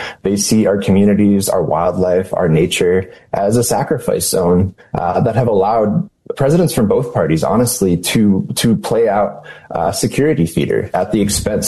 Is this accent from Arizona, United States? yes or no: yes; Arizona, United States; We have seen walls go up across the vast majority of my home state of Arizona.